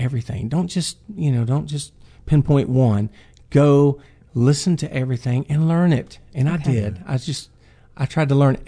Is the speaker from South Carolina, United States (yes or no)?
yes; Myrtle Beach, South Carolina, United States; Well, Myrtle Beach, South Carolina. I grew up on the ocean.